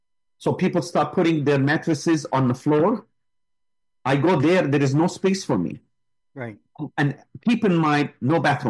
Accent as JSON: {"language": "English", "country": "United States", "said": "I said, I'm from the US."}